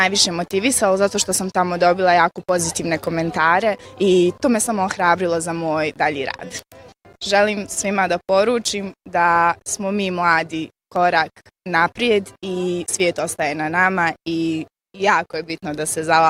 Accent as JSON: {"language": "Serbian", "town": "Modriča", "region": "Republika Srpska", "country": "Bosnia & Herzegovina", "said": "dolazim iz Modriče i ja sam iz kategorije Zeleni borac."}